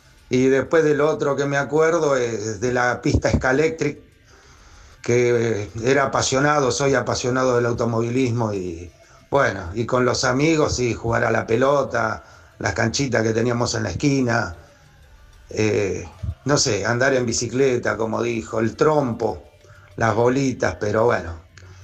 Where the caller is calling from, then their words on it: San Justo, Buenos Aires Province, Argentina; de San Justo